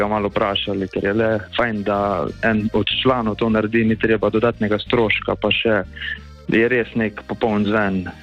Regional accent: Slovenj Gradec, Carinthia, Slovenia; sam prihajam iz Slovengradca, da še tudi moj kraj malo promoviram, tako da lahko rečemo, da smo 100% Korošci.

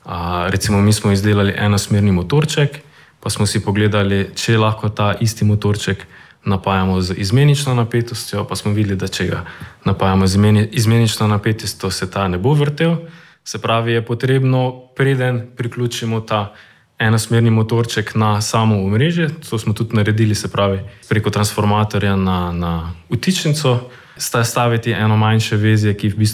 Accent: Radenci, Pomurska, Slovenia; moved away as an adult; also born or lived in Maribor; now in Ljubljana, Slovenia; Jaz sem sicer iz vzhodnih krajev Slovenije, sem iz Radencev, tako da v srednjo šolo sem hodil v Maribor, v srednjo elektroračunalniško šolo Maribor.

